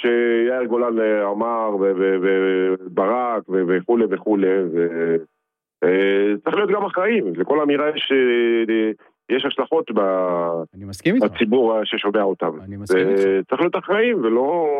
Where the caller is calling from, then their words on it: Tel Aviv, Tel Aviv District, Israel; מתל אביב.